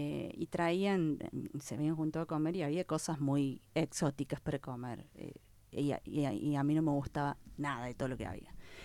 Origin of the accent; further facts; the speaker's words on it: Capilla del Monte, Córdoba, Argentina; A mí me define mi conducta y mi gente en mi pueblo